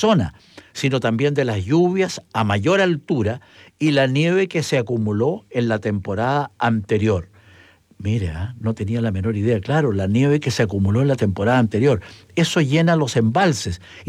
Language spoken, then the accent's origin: Spanish; Chile; el 20.2% somos chilenos.